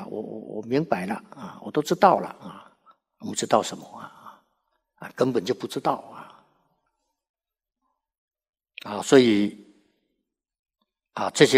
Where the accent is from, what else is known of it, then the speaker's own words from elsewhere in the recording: China; 我们中国人呐